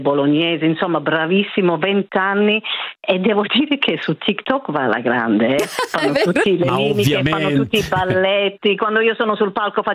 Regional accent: Australia; Io sono australiana, d'origine italiana

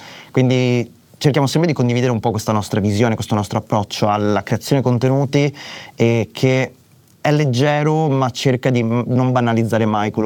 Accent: Veneto, Italy; Io sono veneto

